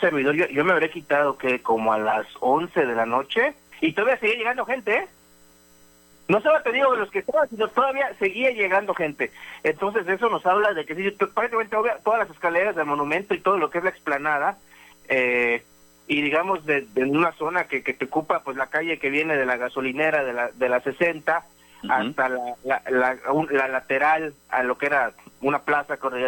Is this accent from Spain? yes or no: no; Mexico; como mexicanos pues apoyamos a la selección